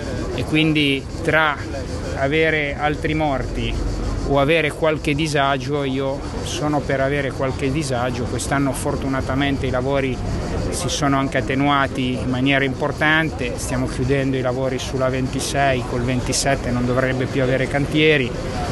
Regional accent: Genoa, Liguria, Italy; io sono qua presente, dal 2014, sono membro di governo, sono di Genova

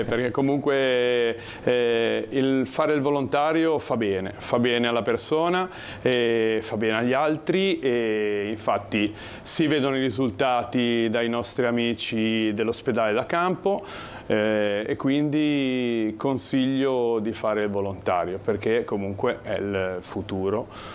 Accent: Genoa, Liguria, Italy; Da genovese le senti di più perché logicamente ce le hai in casa.

